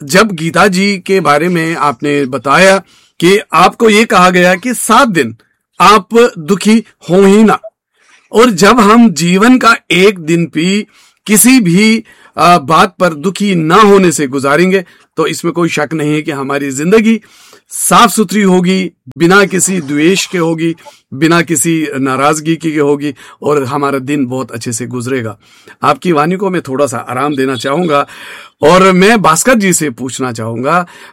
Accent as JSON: {"language": "Hindi", "region": "Jammu and Kashmir", "country": "India", "tie": "born there", "moved": "yes", "said": "जब हम कश्मीर से जब आए तो यही एक रास्ता था जिस वजह से हमने सब कुछ छोड़ा, वो जगह भी छोड़ी जहां पर हमारा जन्म हुआ था"}